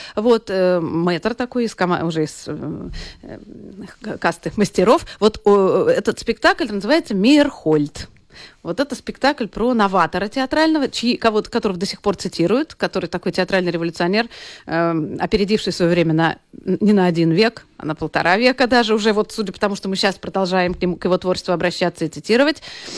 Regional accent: Saint Petersburg, Russia; я сама из Петербурга

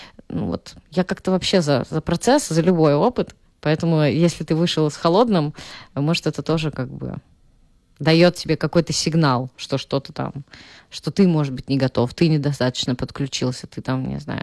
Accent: Saint Petersburg, Russia; Я из Петербурга, у нас там тоже вообще-то белые ночи

